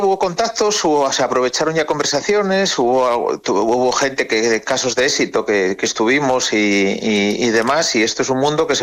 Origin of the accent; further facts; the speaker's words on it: Asturias, Spain; yo soy de un pueblo muy pequeño que se llama Priandi